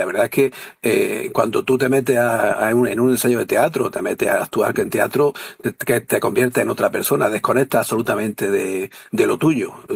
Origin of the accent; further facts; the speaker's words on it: Granada, Andalusia, Spain; born there; yo nací en Granada, pero yo cuando me preguntan de dónde eres, digo, yo nací en Granada, pero mi pueblo es Alhama. Y yo he vivido muchos años ahí